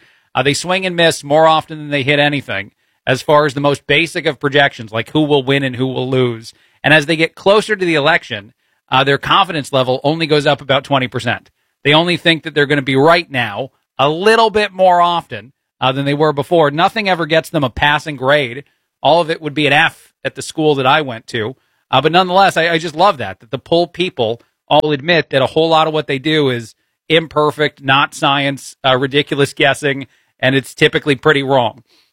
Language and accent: English; East Coast, United States; I had to turn around and yell at the guy and do my I'm from the East Coast too thing.